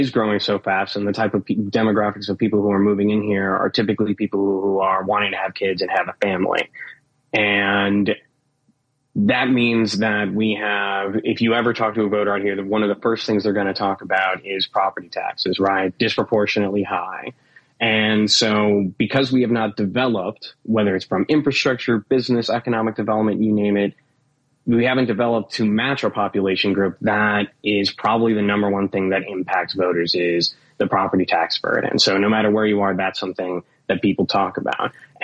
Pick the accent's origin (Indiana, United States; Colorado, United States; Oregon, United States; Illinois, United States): Illinois, United States; Oswego; I grew up in Oswego, yeah.